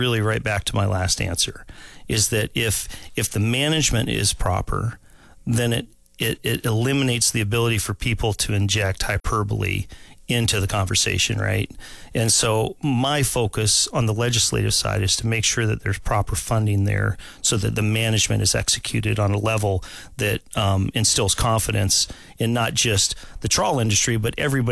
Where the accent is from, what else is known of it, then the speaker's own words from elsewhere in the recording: Homer, Alaska, United States; also born or lived in Anchorage; Born and raised Alaskan. I was born in Anchorage after the 1964 earthquake. We moved down to Homer in 1974, and so I've been down there ever since.